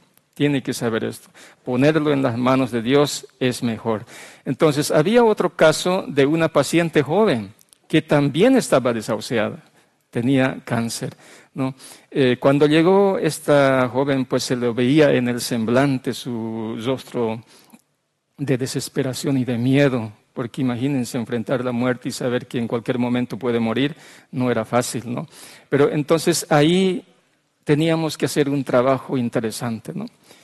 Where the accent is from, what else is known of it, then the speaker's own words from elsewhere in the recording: Bolivia; yo soy boliviano, pero mi esposa es de Colombia.